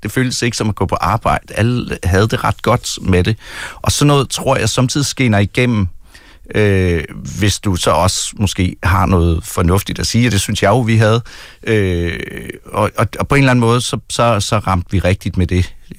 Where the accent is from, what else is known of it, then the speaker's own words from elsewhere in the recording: Kalundborg, Zealand, Denmark; moved away; jeg kommer jo ikke selv derfra. Jeg er fra provinsen, jeg kommer fra Kalundborg